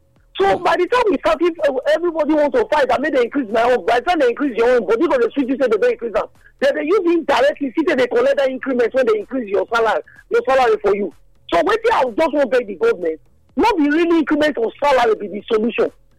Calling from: Nigeria; I'm calling you from Ogiga.

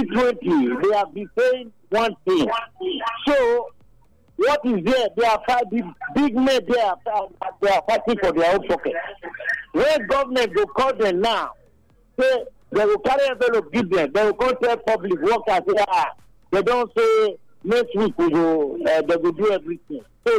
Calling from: Benin City, Edo, Nigeria; I'm calling from Benin here.

